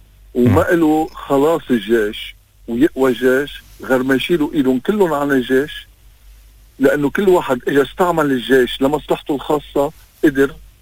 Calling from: Lebanon; شو إلي أنا كلبناني عند إسرائيل؟

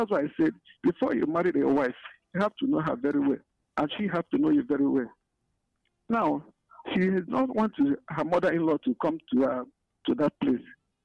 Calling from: Abakaliki, Nigeria; I'm calling from Abakba.

